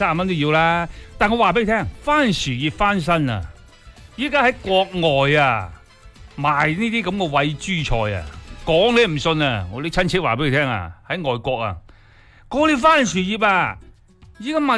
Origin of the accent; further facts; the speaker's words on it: Guangdong, China; 咁我哋广东人食得多啦，但系外国人咧好少食噶。